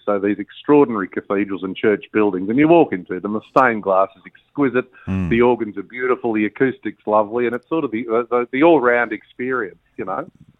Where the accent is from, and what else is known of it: Australia